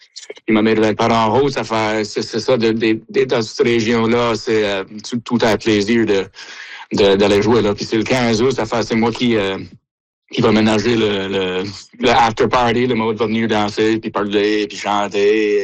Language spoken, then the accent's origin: French; Baie-Sainte-Marie, Nova Scotia, Canada; accent: Baie-Sainte-Marie; notre accent à la Baie-Sainte-Marie, dans le sud-ouest de la Nouvelle-Écosse, c'est un peu potent comparé à le restant de la francophonie.